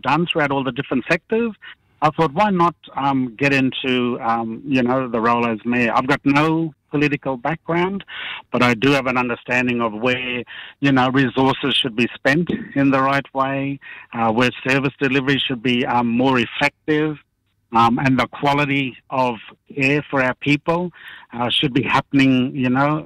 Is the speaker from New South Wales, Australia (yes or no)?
no; Queensland, Australia; Yeah, I'm a strong Waka Waka man. My dad and his line is from Cherbourg, Waka Waka country, and we've got connections to Wangan country up near Claremont on my mum's side.